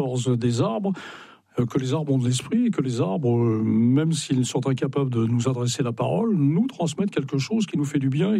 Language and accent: French; Brittany, France; c'est l'île Molène, au large de Brest et surtout au large de la Bérilduthe, qui est le village de mon enfance dans le Finistère Nord.